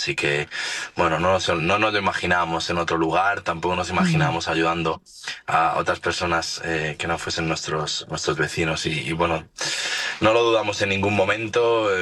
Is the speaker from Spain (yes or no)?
yes; Navalacruz, Castile and León, Spain